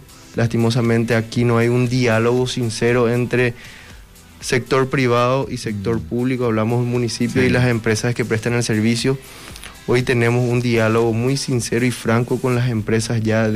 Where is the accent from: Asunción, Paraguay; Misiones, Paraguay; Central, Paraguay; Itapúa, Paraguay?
Itapúa, Paraguay; Encarnación